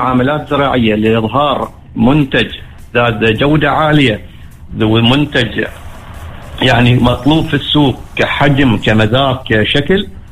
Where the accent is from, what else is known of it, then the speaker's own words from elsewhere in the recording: Oman; عندنا في عمان